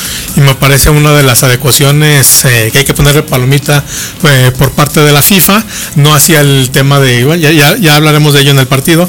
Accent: Mexico

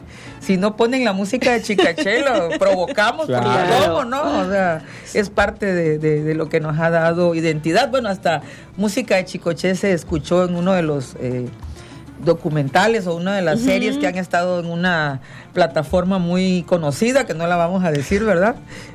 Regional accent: Tabasco, Mexico; a los tabasqueños no nos tienen, como digo yo, no nos tienen que andar rogando mucho para la algarabía y para la bulla

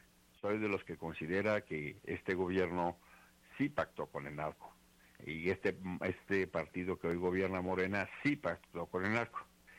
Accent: Mexico; Y mira, la verdad es que como mexicano me desagrada.

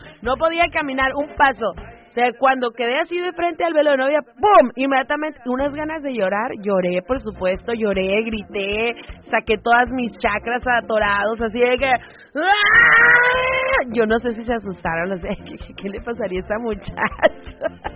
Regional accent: Mexico; Era de nosotros, todas esas riquezas.

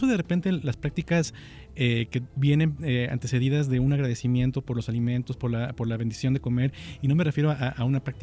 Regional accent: Veracruz, Mexico; Somos un estado muy afortunado. Un país en general, pero Veracruz tiene lo suyo.

